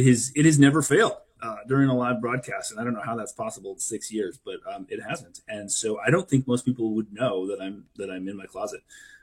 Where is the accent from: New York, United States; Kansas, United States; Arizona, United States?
Arizona, United States; And I'll tell you what, I'm from Arizona. I had never been on a glacier before.